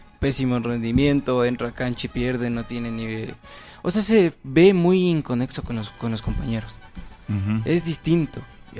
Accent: Ecuador

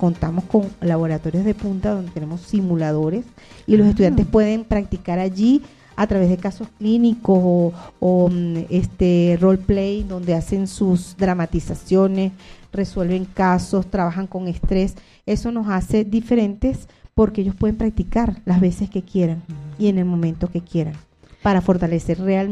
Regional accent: Venezuela; moved away as an adult; now in Ibarra, Ecuador; soy venezolana, pero tengo ya aquí 9 años en el Ecuador.

